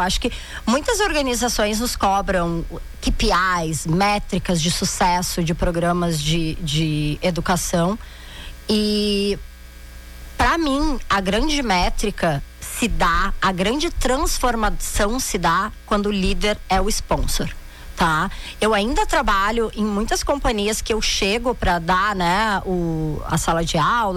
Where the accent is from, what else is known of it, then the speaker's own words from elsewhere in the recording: Rio Grande do Sul, Brazil; accent: gaúcho; Eu sou gaúcha, né? Como todos puderam perceber pelo meu sotaque.